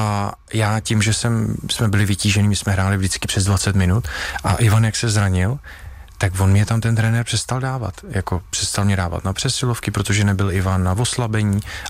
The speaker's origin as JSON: {"language": "Czech", "town": "Říčany", "region": "Central Bohemian Region", "country": "Czechia", "said": "a já jsem z Říčan, takže to máme celkem daleko"}